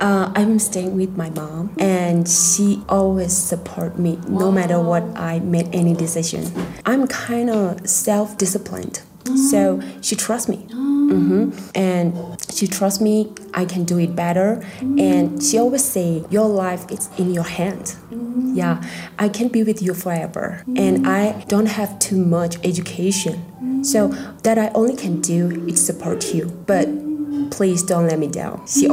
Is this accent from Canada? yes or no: no; Tibet, China; And so they will search a lot of information about my hometown